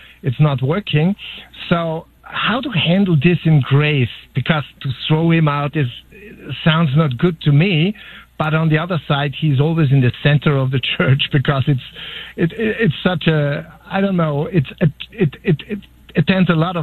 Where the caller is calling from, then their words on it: Vienna, Austria; I'm from Austria, Vienna. There I'm a pastor. I have a small church there, and I'm on vacation here